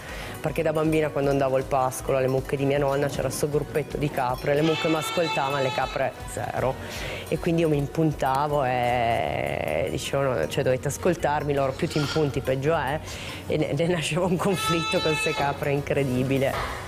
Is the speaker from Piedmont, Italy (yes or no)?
yes; Sambuco, Piedmont, Italy; quando ero adolescente, insomma diciottenne, non ero così felice di essere nata e cresciuta a Sambuco